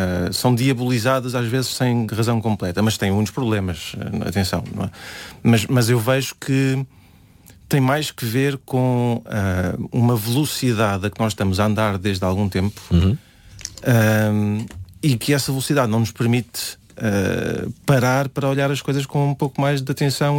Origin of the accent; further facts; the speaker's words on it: Sesimbra, Setúbal, Portugal; now in Lisbon, Portugal; Eu venho de Sesimbra de criação. Eu vim ainda da Rua de São Bento. Moro aqui em Lisboa.